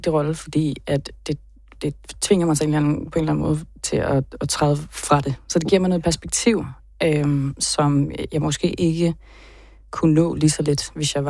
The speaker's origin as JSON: {"language": "Danish", "region": "Jutland", "country": "Denmark", "said": "hvor jeg flyttede til København. Jeg er fra Jylland."}